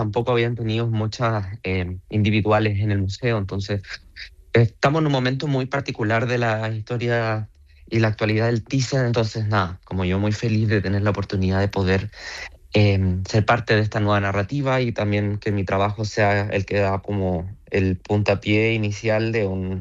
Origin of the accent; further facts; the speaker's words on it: Chile; ya que yo provengo de Chile. En Chile tenemos muchos problemas hídricos